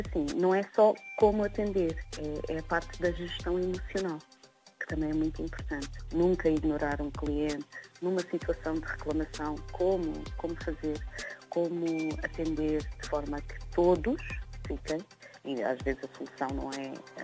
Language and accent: Portuguese; Cape Verde; Eu estive recentemente no Brasil e qualquer pessoa que eu falasse, sou de Cabo Verde, vozinha, onde é que fica?